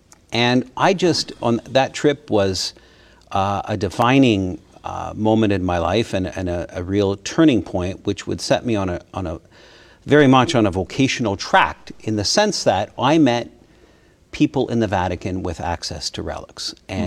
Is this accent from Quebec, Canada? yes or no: no; Kitchener, Ontario, Canada; born there; I was born in Kitchener, Ontario. Kitchener is a city just south of Toronto in Canada.